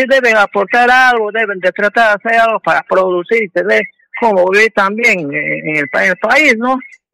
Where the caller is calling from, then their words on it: Peru; nosotros como peruanos, ya tengo bien claro, ya tengo mi edad yo también